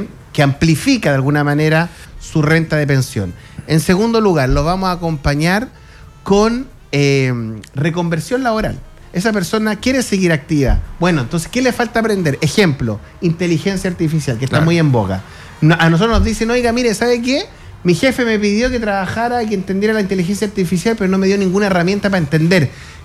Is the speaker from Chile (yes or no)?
yes; Santiago, Santiago Metropolitan Region, Chile; Yo soy santiaguino de base, soy un ratón de ciudad